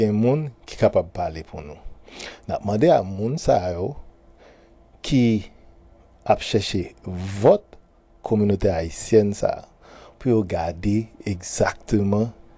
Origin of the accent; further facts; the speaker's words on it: Haiti; capable de gagner une image qui est beaucoup plus positive, qui beaucoup une image positive comparativement à l'image que y a bah nous là. Une image de marginalisation, une image côté que nous-mêmes, en tant que peuple, en tant que communauté